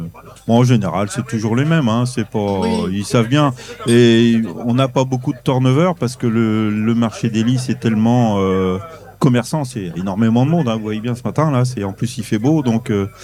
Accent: Brittany, France; je suis breton moi

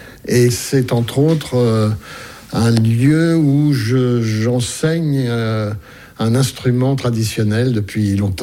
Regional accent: Centre-Val de Loire, France; moved away as an adult; now in Lyon, France; j'ai 73 ans. Et je suis arrivé à Lyon venant du Berry. En 1966

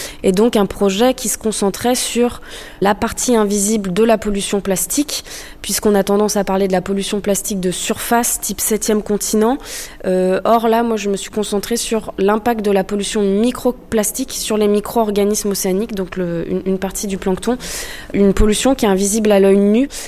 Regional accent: Brittany, France; now in Saint-Malo, France

